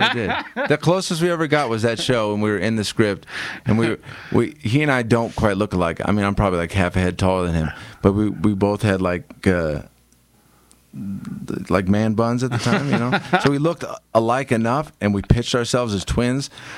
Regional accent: Connecticut, United States; now in Wyoming, United States; Born and raised in Connecticut

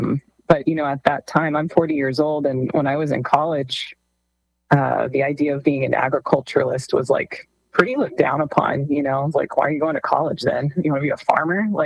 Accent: Odessa, Texas, United States; now in Menard, United States; No, I grew up in Odessa in the real oil country.

